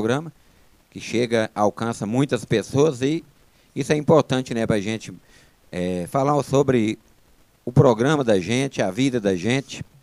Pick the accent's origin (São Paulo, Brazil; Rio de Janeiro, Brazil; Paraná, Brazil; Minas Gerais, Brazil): Minas Gerais, Brazil; Itamarandiba; a gente veio para cá e eu tinha 3 anos. Então, assim, hoje me considero que eu sou de Itamarandiba, né, porque já tem mais de 40 anos que eu moro aqui.